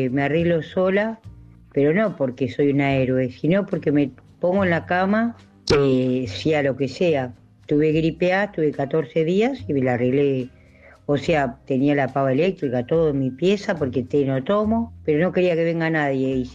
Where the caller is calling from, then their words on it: Wilde, Buenos Aires Province, Argentina; de Wilde.